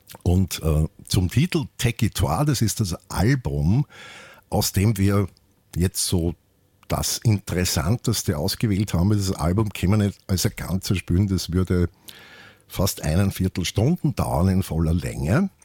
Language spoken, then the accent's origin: German; Austria; weil so tanzt man auch bei uns in Österreich, wenn man in die 70er Jahre Jugendlicher war und im alten Mark sich aufgehalten hat.